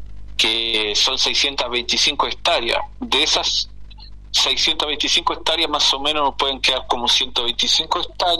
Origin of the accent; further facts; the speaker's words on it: Villa La Angostura, Neuquén, Argentina; soy huerquén de Los Paichilantriados, que queda en Villa Angostura